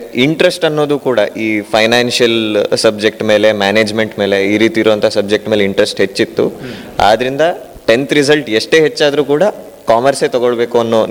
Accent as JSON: {"language": "Kannada", "town": "Yellapur", "region": "Karnataka", "country": "India", "tie": "born there", "also_born_or_lived": "Bengaluru / Manchikeri", "said": "ನಾನು ಯಲ್ಲಾಪುರದಲ್ಲೇ ಹುಟ್ಟಿ ಬೆಳೆದವನು, ಅಂದರೆ ಬೆಂಗಳೂರಲ್ಲಿದ್ದೆ."}